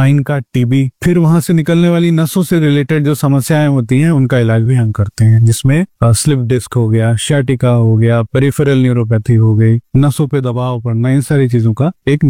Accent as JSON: {"language": "Hindi", "town": "Varanasi", "region": "Uttar Pradesh", "country": "India", "tie": "born or raised there", "moved": "as an adult", "lives_now": "Gorakhpur, India", "said": "मैं बेसिकली बनारस का रहने वाला हूँ"}